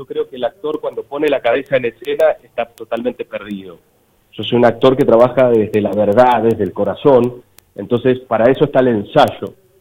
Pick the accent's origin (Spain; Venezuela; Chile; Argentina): Argentina; Patagonia; nosotros que somos patagónicos